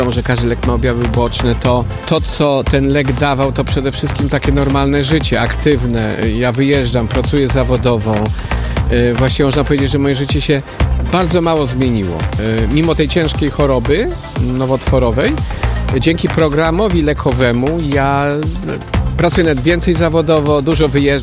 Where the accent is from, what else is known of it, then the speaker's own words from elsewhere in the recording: Silesian Voivodeship, Poland; Pochodzę z Podtarnowskich Gór, czyli z terenów Śląska